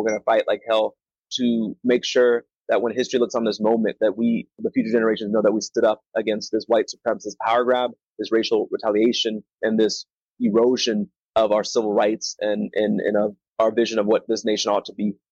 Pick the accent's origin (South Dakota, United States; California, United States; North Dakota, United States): California, United States; That's how I ended up in the Bay growing up, because my grandparents went to Chicago and moved to California.